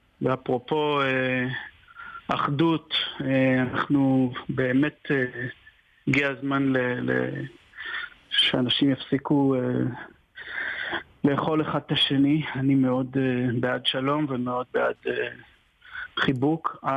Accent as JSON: {"language": "Hebrew", "town": "Jerusalem", "region": "Jerusalem District", "country": "Israel", "tie": "born or raised there", "said": "אחד האנשים שאמר לי לכלול מוזיקה ישראלית אצלי היה ארני לורנס, שגדלתי על ברכיו בירושלים, כמו עוד הרבה אנשים."}